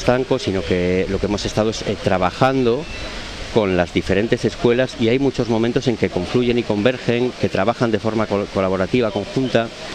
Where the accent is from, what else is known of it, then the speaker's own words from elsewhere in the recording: Torrelavega, Cantabria, Spain; que soy de aquí de Torre la Vega